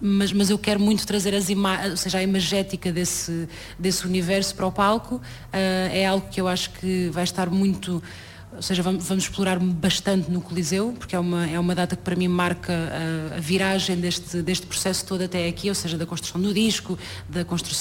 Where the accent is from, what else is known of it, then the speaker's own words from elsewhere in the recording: Portugal; o quebranto na verdade surge na minha família como uma palavra da zona onde eu nasci, onde cresci, ali a zona da beira litoral, ou seja, Pombal, Figueira da Foz, aquela zona por ali